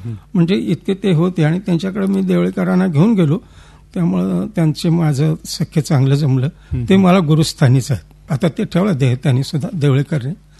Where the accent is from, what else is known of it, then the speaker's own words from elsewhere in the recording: Kadgaon, Maharashtra, India; माझं मूळ गाव कडगाव, तालुका गडहिंग्लज, जिल्हा कोल्हापूर. मी 63 साली ओगलेवाडीला आलो.